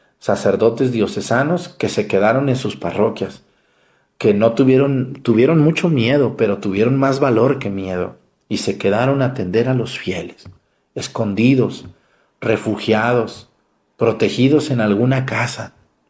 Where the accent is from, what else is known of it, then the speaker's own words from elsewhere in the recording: Mexticacán, Jalisco, Mexico; por mi pueblo, por Mexicacán, Jalisco